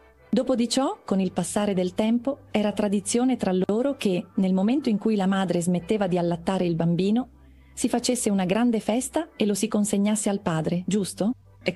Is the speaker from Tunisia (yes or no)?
no; Mexico; accent: Mexican; a causa del mio accento, sanno che sono messicano.